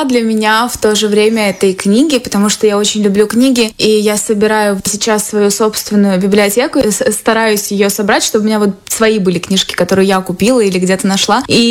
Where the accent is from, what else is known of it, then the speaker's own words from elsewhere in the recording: Chisinau, Moldova; у нас в Кишиневе